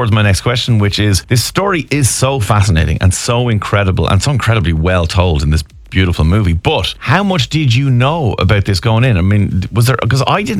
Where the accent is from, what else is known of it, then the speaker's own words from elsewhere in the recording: Ireland; the internal voice in my head is in a Scottish accent, even though I'm Irish